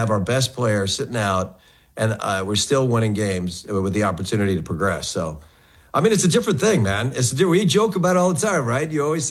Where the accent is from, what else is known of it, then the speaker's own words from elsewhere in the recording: Westlake Village, California, United States; I'm from Westlake Village, California. Wayne used to live out there.